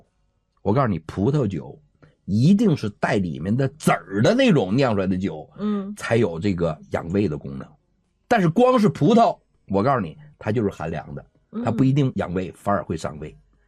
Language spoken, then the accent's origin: Chinese; China; 喝什么酒才适合我们中国人的胃